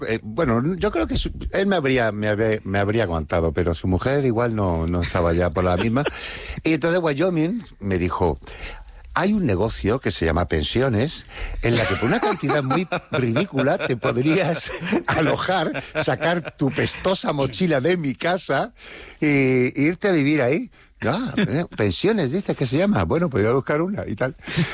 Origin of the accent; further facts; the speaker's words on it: Cádiz, Andalusia, Spain; Pues aquí estoy en Cádiz, mi tierra, feliz de la vida, la verdad.